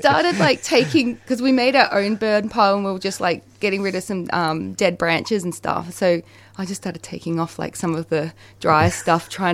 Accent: Winnandoo, Victoria, Australia; So me and Adrian grew up in Gippsland. He was from Toongabbie. I was from Winnandoo, which is near Rosedale.

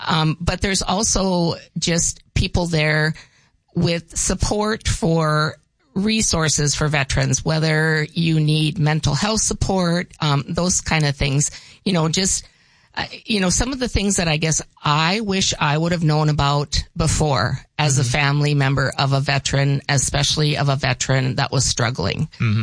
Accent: Grand Forks, North Dakota, United States; I'm from Grand Forks here.

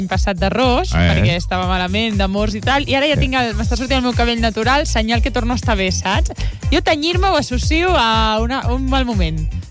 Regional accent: Catalonia, Spain; Som molt catalana, també.

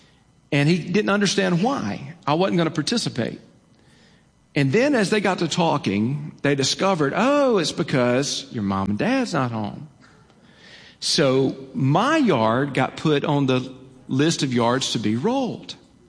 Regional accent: Alabama, United States; But I grew up in North Alabama, in Lawrence County, Alabama. We grew up on a cattle ranch

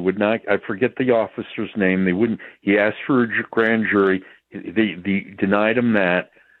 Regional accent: New York City, New York, United States; born there; I was born in Flushing, New York, and I got up on Google Maps 3.5 miles from where Donald Trump was born and spent his childhood. I think it's Jamaica Hills or something like that.

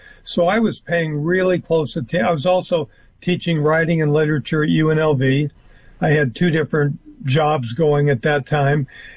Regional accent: Pacific Northwest, United States; moved away as an adult; now in Las Vegas, United States; For 50 years, but I grew up in the Pacific Northwest. I went to college and grad school in Oregon and Washington, but I moved down here when I was 26 years old.

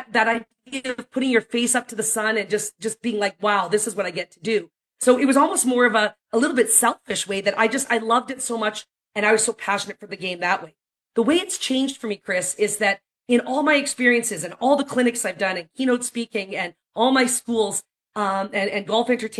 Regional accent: Calgary, Alberta, Canada; So this week, we're so fortunate to have the Champions Tour in my hometown of Calgary, Alberta.

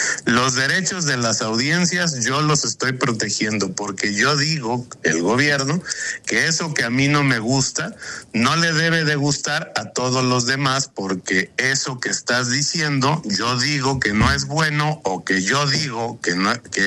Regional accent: Mexico; quienes somos simplemente mexicanas y mexicanos.

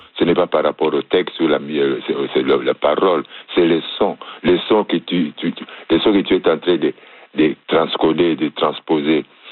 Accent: Germany; en revenant de l'Europe, où j'ai grandi en Allemagne, à l'époque de Mur de Berlin

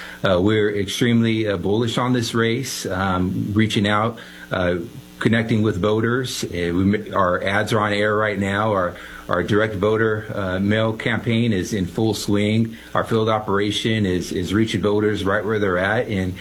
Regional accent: Stockton, California, United States; I got got out, actually ended up becoming a pastor, executive pastor in my hometown in Stockton.

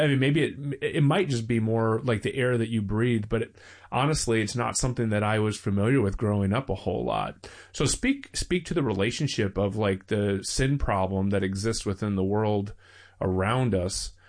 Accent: the South, United States; born or raised there

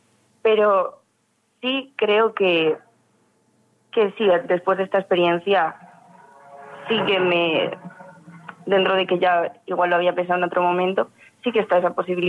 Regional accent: Community of Madrid, Spain; Inclusive en Madrid los fuegos se acercaron a mi pueblo

